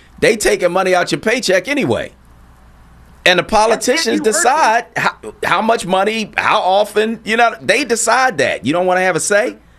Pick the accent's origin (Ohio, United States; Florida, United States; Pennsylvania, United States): Pennsylvania, United States; Philadelphia; I'm from North Philly.